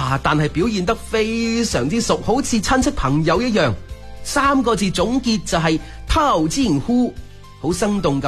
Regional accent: Guangdong, China; 我哋广东人呢就会叫佢做塞

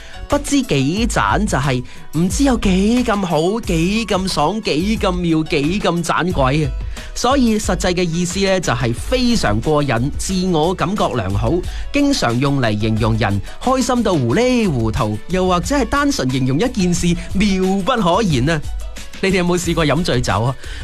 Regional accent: Guangdong, China; 我哋广东人

